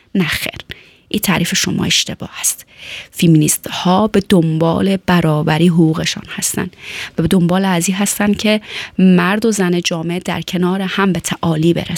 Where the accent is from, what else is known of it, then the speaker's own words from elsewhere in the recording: Afghanistan; و من و شما هم از افغانستان آمدیم، بهتره که آبروداری کنیم